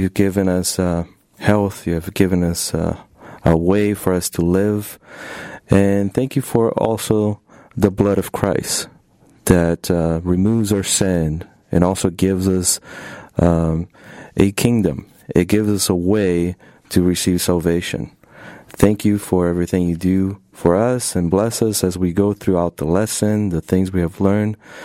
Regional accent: Brazil; moved away as an adult; I'm from Brazil, and I was born and raised there.

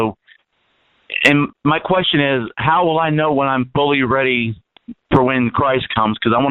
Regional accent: Tennessee, United States; born there; now in Florida, United States; back in the country, back in the hills of Tennessee.

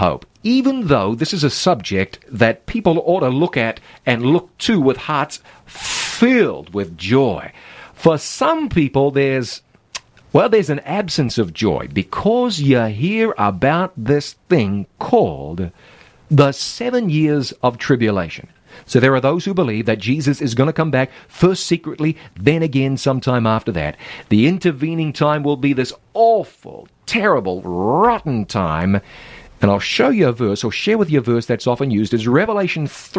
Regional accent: New Zealand; I grew up in New Zealand, and New Zealand is part of the British Commonwealth.

